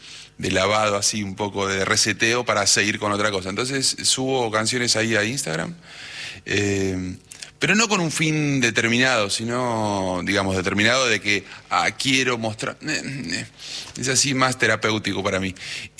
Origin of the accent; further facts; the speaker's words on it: Cutral Có, Neuquén, Argentina; now in Buenos Aires, Argentina; soy de Cutralcó, Neuquén. Muy folclórico.